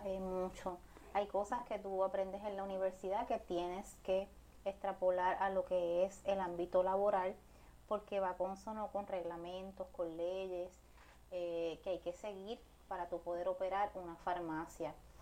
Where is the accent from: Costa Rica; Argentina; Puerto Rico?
Puerto Rico; Aibonito; now in San Juan metropolitan area, Puerto Rico; aquí pues hay bonito, este era el hospital nuestro, nosotros veníamos aquí a cada rato, jugábamos aquí en la parte de atrás de sala de emergencia, cuando eso todavía eran casas residenciales. Así que, pues, estaba encantada porque dije, voy a regresar a mi pueblo.